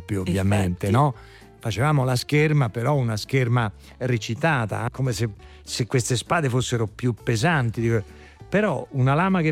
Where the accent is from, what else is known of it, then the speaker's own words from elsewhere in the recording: Rome, Lazio, Italy; perché io vengo da Roma e, diciamo, l'organizzazione